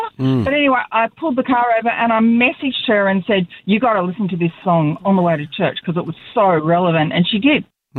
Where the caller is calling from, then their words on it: Sydney, New South Wales, Australia; I'm calling from Sydney, and I'm actually a very new listener.